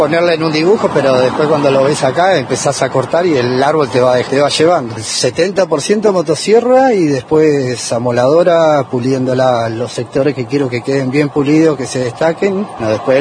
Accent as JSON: {"language": "Spanish", "country": "Argentina", "tie": "born or raised there", "moved": "as an adult", "lives_now": "Buenos Aires, Argentina", "said": "Soy criado acá, tengo toda mi familia acá … conocido en el pueblo."}